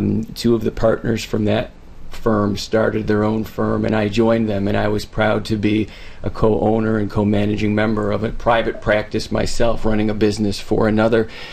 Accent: Clarence, New York, United States; I grew up in Clarence, went through the high school there, live in Clarence now with my wife and our two sons

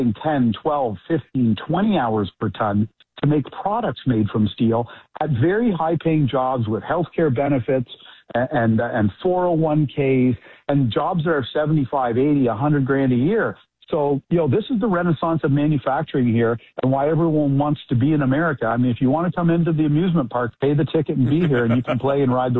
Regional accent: Canada; For the record, Lars, I'm a Canadian. I still reside in Canada. I started my company in Canada.

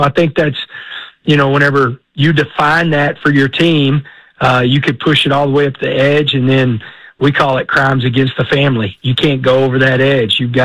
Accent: Texas, United States; I'm a Texan through and through

